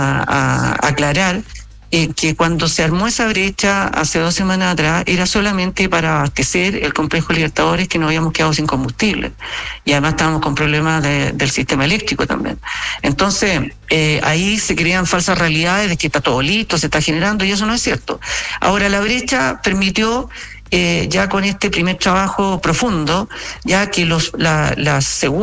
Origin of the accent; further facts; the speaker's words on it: Chile; debemos estar orgullosos como chilenos